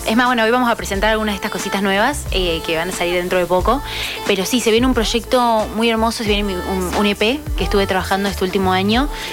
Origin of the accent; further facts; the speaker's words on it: Tucumán, Argentina; now in Buenos Aires, Argentina; yo que, imagínate, que vengo de Tucumán, que es muy chiquito, que hay mucha cultura, hay mucha arte.